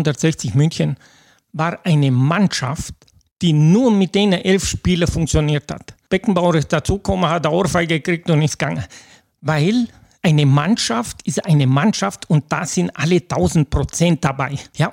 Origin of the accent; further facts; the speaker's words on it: Blumenthal, Timiș County, Romania; moved away as an adult; bin nochmal geboren in Rumänien, Blumenthal, habe dort 20 Jahre gelebt und dann bin ich zu meiner Frau gezogen nach Bruckenau, habe dort 10 Jahre gelebt